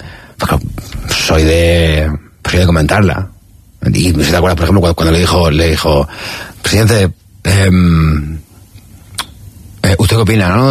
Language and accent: Spanish; Spain; no soy analista político, pero como ciudadano español, me parece del todo desubicado